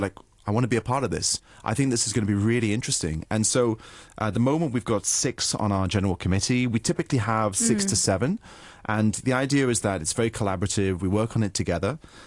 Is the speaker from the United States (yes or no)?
no; Hong Kong; I grew up in Hong Kong, and I have this third culture identity